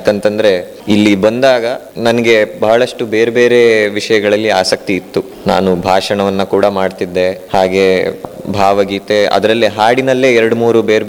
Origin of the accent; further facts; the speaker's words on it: Yellapur, Karnataka, India; born there; also born or lived in Bengaluru / Manchikeri; ನಾನು ಯಲ್ಲಾಪುರದಲ್ಲೇ ಹುಟ್ಟಿ ಬೆಳೆದವನು, ಅಂದರೆ ಬೆಂಗಳೂರಲ್ಲಿದ್ದೆ.